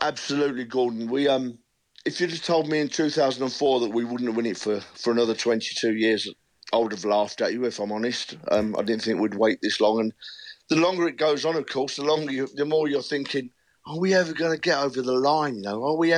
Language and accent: English; London, United Kingdom; moved away as an adult; I live outside London now, so I was born and raised in North London, but I'm outside London now